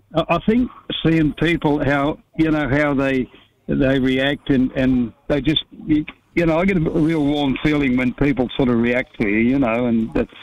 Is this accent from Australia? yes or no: yes; Alice Springs, Northern Territory, Australia; I went to school up there and everything. You know, all my schooling was done in Alice Springs.